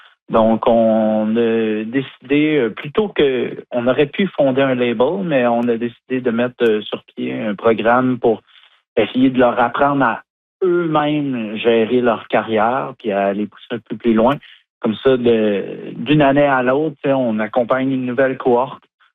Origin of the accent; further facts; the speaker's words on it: Quebec, Canada; moved away as an adult; now in New Brunswick, Canada; moi, je viens du Québec, là, à la base